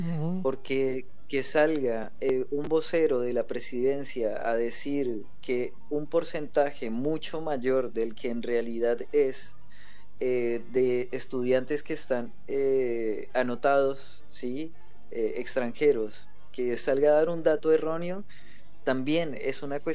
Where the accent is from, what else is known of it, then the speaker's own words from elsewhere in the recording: Colombia; now in La Plata, Argentina; todos estos son colectivos de gente, de colombianos